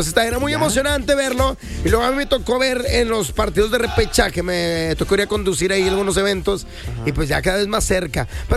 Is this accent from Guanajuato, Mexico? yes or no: no; San Nicolás de los Garza, Nuevo León, Mexico; porque yo soy de San Nicolás por Diego Díaz de Berlanga, entonces yo iba a Las Puentes.